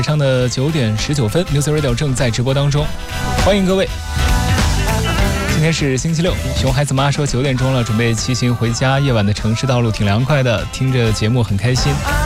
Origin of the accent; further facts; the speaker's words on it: Hunan, China; moved away; 这是我小的时候在湖南最大最大的感觉。